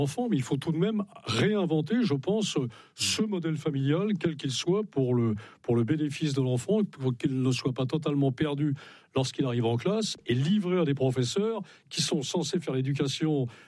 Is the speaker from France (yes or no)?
yes; Brittany, France